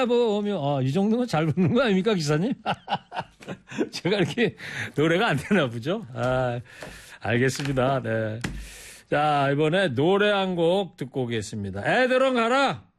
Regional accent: Anseong, Gyeonggi Province, South Korea; 저의 제 고향 집이 그 금광저수지 옆에요.

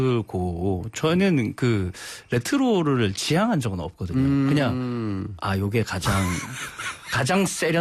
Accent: Busan, South Korea; born there; 저는 부산 해운대 쪽에서 살았습니다.

